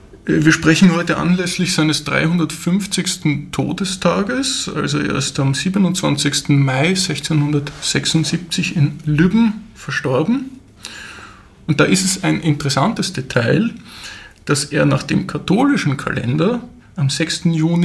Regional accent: Vienna, Austria; born there; Ich wurde 1997 in Wien geboren.

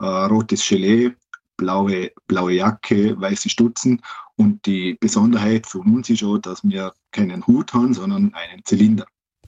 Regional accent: Vorarlberg, Austria

